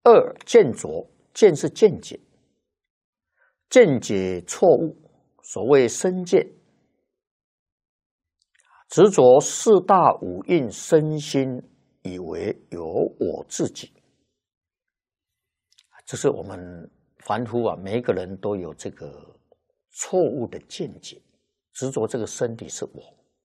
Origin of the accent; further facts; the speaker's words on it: China; 我们中国人